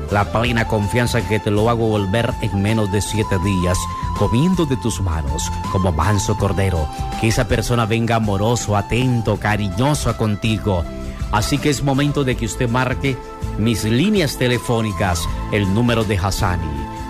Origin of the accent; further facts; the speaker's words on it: Peru; now in Honduras; Yo vengo de Perú y me cuesta algunos nombres de aquí de la República de Honduras.